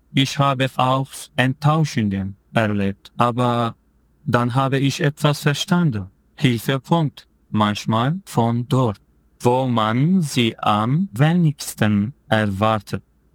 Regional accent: Turkey; German is a second language; moved away as an adult; now in Germany; ich komme aus der Türkei und lebe seit 3 Jahren in Deutschland.

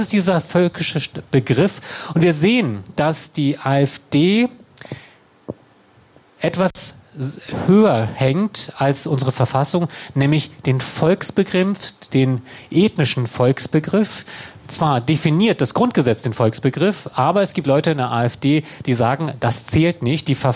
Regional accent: South Korea; now in Germany; Ich bin Deutscher. Ich war mal Koreaner. Ich bin deutscher Staatsbürger. Keine Doppelstaatsbürgerschaft gibt's.

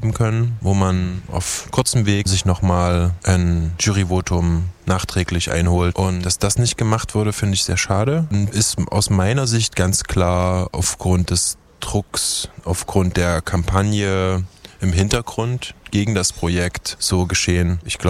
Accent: Chemnitz, Saxony, Germany; weil ich angesprochen wurde, was ich denn dazu zu sagen habe als Chemnitzer und so weiter.

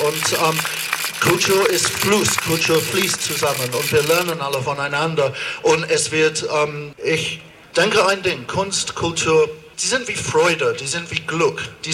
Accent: London, United Kingdom; German is a second language; now in Germany; Wie Sie hören, komme tatsächlich nicht aus Deutschland, ich komme aus London und ich glaube, ich bin da wirklich der einzige englische Opernintendant Deutschlands.

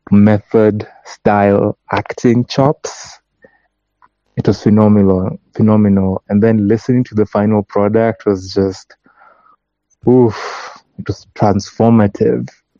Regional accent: Kisumu County, Kenya; from Kisumu County, and the audio play we did was Running.

